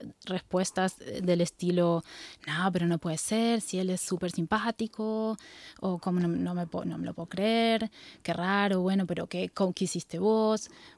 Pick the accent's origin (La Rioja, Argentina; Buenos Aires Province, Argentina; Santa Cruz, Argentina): Buenos Aires Province, Argentina; born or raised there